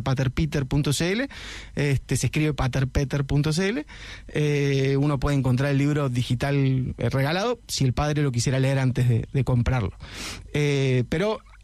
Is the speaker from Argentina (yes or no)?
yes; Argentina; ya sé que soy argentino